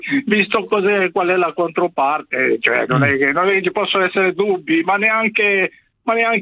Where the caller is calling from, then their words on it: Piedmont, Italy; io essendo piemontese